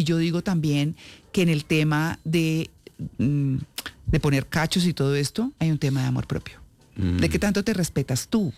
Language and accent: Spanish; Colombia; now in Charlotte, United States; ustedes saben que ando de visita feliz en mi país.